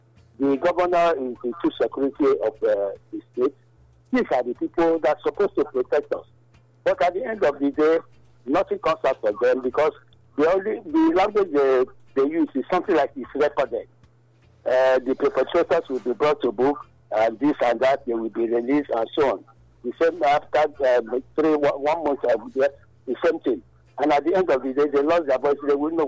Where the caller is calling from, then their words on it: Nigeria; Yes, Obeso Community.